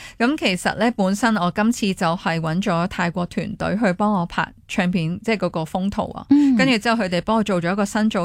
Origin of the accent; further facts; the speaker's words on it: Hong Kong; 我系香港人唱泰文歌，